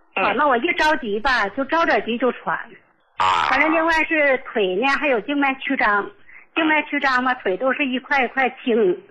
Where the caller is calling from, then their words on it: Qiqihar, Heilongjiang, China; 我是齐齐哈尔的。